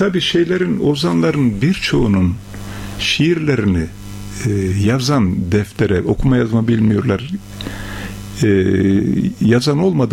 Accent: Şarkışla, Sivas, Turkey; Şimdi benim büyüdüğüm yer Sivas bölgesi, Şarkışla bölgesi.

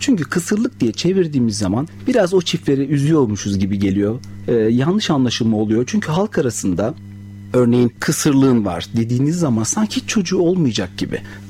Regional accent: Denizli, Turkey; 1974 yılında Denizli'de doğdum. 38 yaşındayım. İlk ve orta öğretimimi Denizli'de tamamladıktan sonra İzmir Fen Lisesi'ni kazandım.

